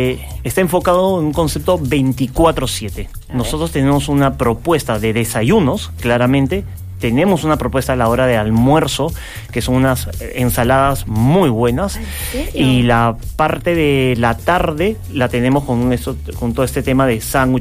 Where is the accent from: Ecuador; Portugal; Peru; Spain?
Peru; moved away as an adult; now in Chile; yo soy de Perú. Yo me vine hace 7 años por diferentes motivos acá a Chile. Pero desde niño estoy vinculado al tema gastronómico por mi familia.